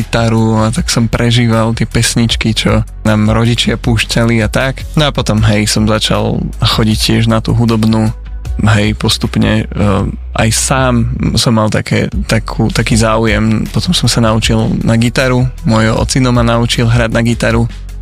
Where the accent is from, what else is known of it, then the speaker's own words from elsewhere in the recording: Liptovský Mikuláš, Žilina Region, Slovakia; now in Bratislava, Slovakia; žijem v Bratislave a tiež pochádzam vlastne z Liptovského Mikuláša, čiže tiež som prisťahovalec.